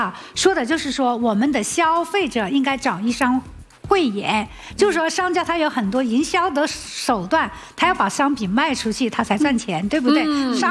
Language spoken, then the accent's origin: Chinese; China